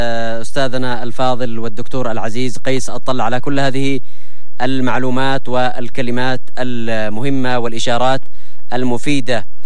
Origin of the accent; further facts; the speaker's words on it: Yemen; بكيل، نحن همدان، نحن تبع، نحن اليمنيون الأنصار.